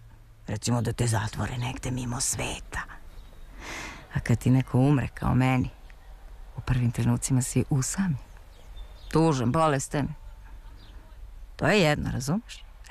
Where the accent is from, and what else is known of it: Brankovina, Šumadija and Western Serbia, Serbia; born or raised there; also born or lived in Rabrovica